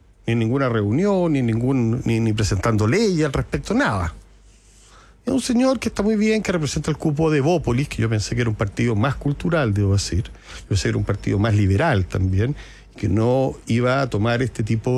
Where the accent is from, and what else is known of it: Chile